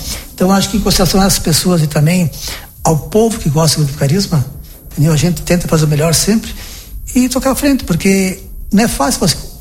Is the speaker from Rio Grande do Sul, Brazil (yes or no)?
yes; Marau, Rio Grande do Sul, Brazil; nós somos de Marau